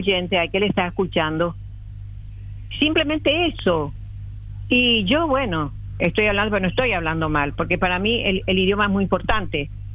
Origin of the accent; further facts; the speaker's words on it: Buenos Aires, Argentina; now in Paraguay; Yo te dije que yo me crié en Buenos Aires. Sí. Pero yo amo mucho el guaraní, demasiado. Y todo lo que sea guaraní, todo lo que sea de mi país, yo amo. Cuando yo vivía allá, demasiado amaba todo.